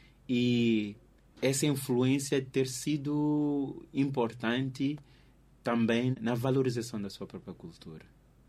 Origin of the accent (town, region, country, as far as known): Mozambique